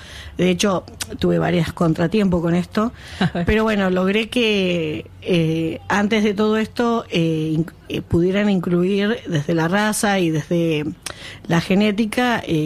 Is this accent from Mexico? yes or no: no; Tapalqué, Buenos Aires Province, Argentina; acá me doy cuenta que también de mi pueblo, que es Tapalqué, soy la única productora que ha llegado con vacunos